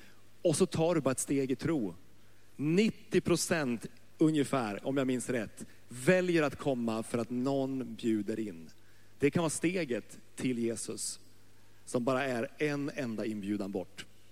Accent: Nordmaling, Västerbotten County, Sweden; moved away as an adult; now in Stockholm, Sweden; Jag växte upp i Nordmaling, ett litet samhälle i norra Norrland. Och som vuxen har jag bott i en småstad. Jag har bott i det man skulle kunna kalla för en mellanstor stad. Och jag har bott i storstadsregion.

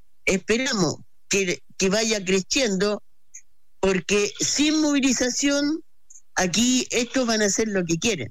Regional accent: Chile

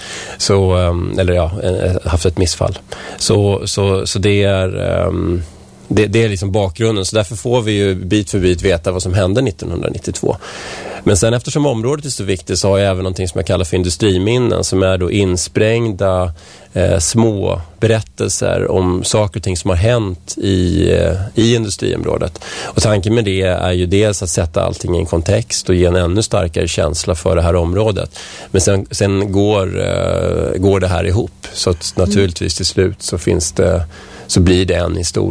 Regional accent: Vällingby, Stockholm County, Sweden; also born or lived in Strängnäs; now in Nacka, Sweden; Jag kom från Vällingby från början och sen har jag bott i stan och jag har bott i Strängnäs då, som sagt. Men vi flyttade hit 2007 och vi blev kära i området direkt.

